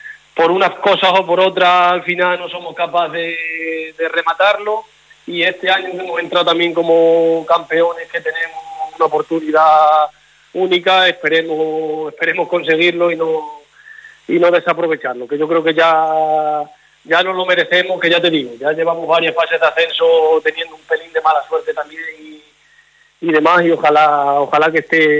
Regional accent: Quintana, Spain; al final el pueblo te tira mucho, y decidí volver a mi pueblo, a la regional, que conseguimos el ascenso ya hace unos añitos, y la verdad que muy contento de ayudar a mi pueblo en todo lo que pueda.

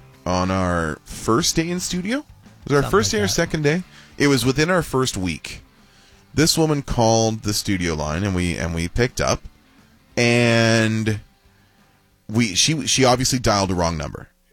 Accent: Langley, British Columbia, Canada; He played for the Langley Hornets, the BCHL team in my hometown.

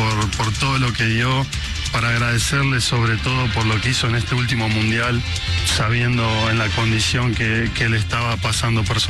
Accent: Argentina; tenemos que ser unos agradecidos como argentinos

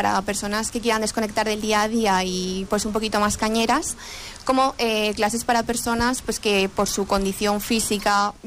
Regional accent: Fonfría, Aragon, Spain; moved away as an adult; now in Monreal del Campo, Spain; Y yo vengo de un pueblo que también de la provincia de Teruel, pero que es mucho más pequeñito que este, se llama Fonfría. Y es mi pueblo por bandera. Lo que pasa es que yo me vine aquí por amor y la verdad que me quedé.

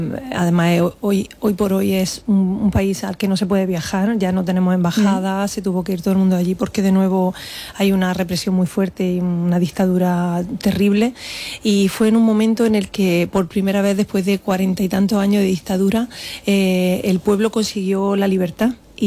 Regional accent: Almería, Andalusia, Spain; moved away as an adult; also born or lived in Madrid / Seville; cuando vivía en Madrid, que estuve muchos años viviendo en Madrid, muchos años viviendo en Sevilla y en el extranjero. Siempre sabéis que se me llena la boca de decir que soy almeriense, y ahora desde que volví, ¿no?, con el COVID, volví a vivir aquí, cerca de mi familia, de mi mar, de mi tierra.

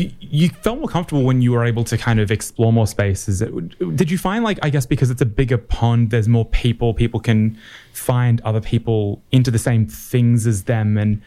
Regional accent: Brisbane, Queensland, Australia; now in Melbourne, Australia; I grew up in Brisbane

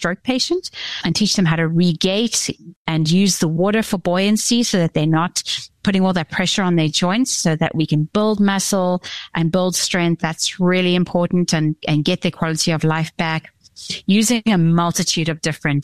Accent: South Africa; moved away as an adult; now in Texas, United States; So I'm from the deep south. I'm from South Africa.

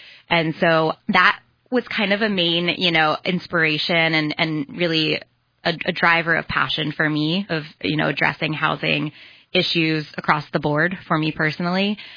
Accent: Mifflinburg, Pennsylvania, United States; When I, growing up in Mifflinburg, I was very, very young, maybe around 4 when my parents got a divorce.

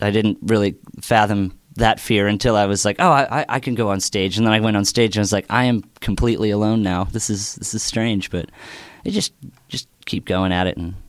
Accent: Pittsburgh, Pennsylvania, United States; Born and raised in Pittsburgh.

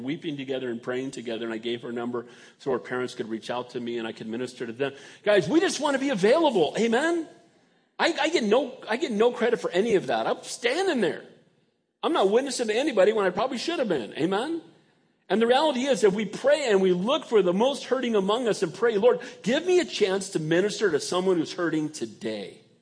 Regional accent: San Bernardino, California, United States; born there; I said, you know, I was born in San Bernardino.

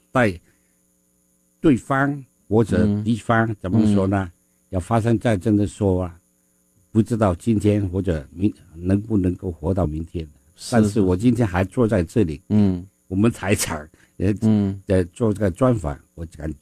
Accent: Vietnam; moved away as an adult; now in Washington State, United States; 我们从出生在越南

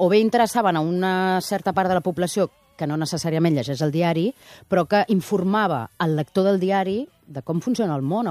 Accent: Barcelona, Catalonia, Spain; also born or lived in Oviedo; arribar aquí a Barcelona, a Catalunya, quan tenia un any. Llavors, el d'Oviedo sempre és anecdòtic, però no sóc d'Oviedo, realment. Ho poso el DNI prou.

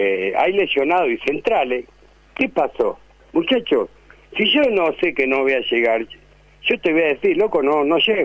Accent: Argentina; no es la imagen que somos los argentinos

